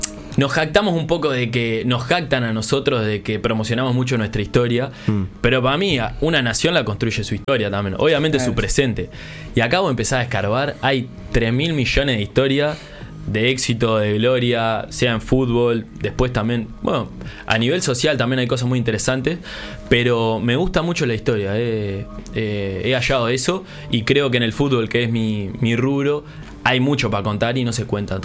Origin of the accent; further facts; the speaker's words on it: Florida, Uruguay; yo soy de Florida